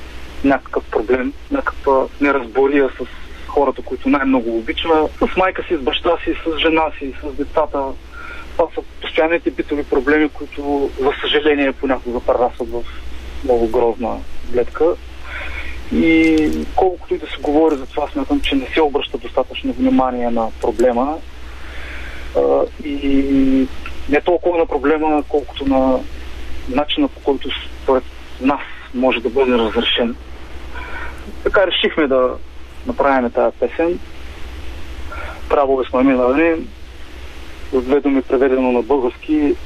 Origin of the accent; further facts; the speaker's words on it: Burgas, Burgas Province, Bulgaria; Да, ние сме от Бургас.